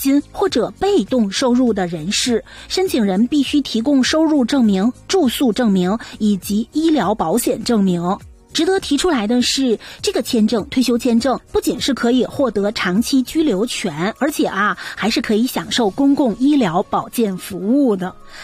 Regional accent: Canada; 我们加拿大人

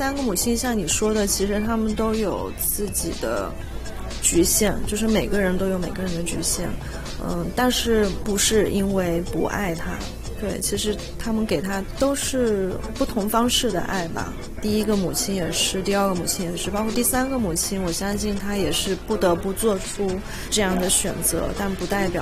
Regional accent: Fujian, China; moved away; 我是福建人，我其实在想第一个地方的时候，我更想的是我童年的地方，就是我想童年是在福建的山区长大的

